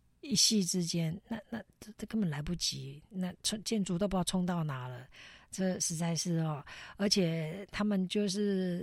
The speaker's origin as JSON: {"language": "Chinese", "country": "Taiwan", "said": "暂时没有我们台湾人失踪"}